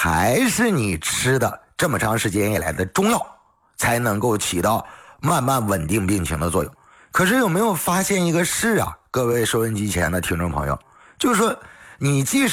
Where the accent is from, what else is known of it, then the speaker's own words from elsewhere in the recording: Northeast China, China; accent: Northeastern; 咱们老家的一句话来讲，开玩笑一样的嘛，是不是？东北话来讲